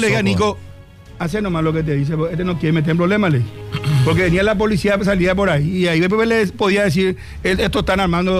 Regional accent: Paraguay; Soy paraguayo, le digo.

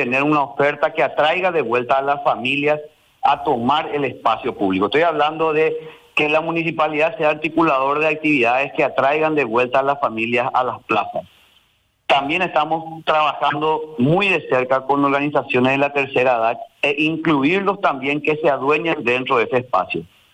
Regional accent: Asunción, Paraguay; yo soy un asunceno que hace 45 años nació, creció, vivió toda su vida en un barrio muy populoso como es el barrio San Vicente de Asunción

